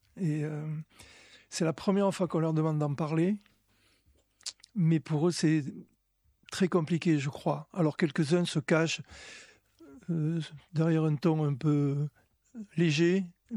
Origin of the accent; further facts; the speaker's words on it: Provence-Alpes-Côte d'Azur, France; je vais peut-être répondre en français parce que je suis provençal.